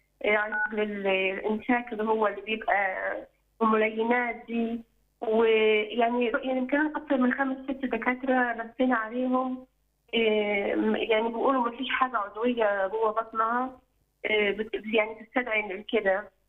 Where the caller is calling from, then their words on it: Upper Egypt, Egypt; انا من الصعيد